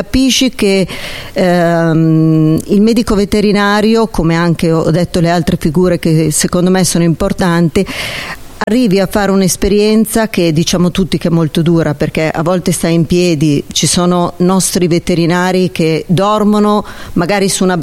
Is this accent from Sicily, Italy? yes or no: no; Cremona, Lombardy, Italy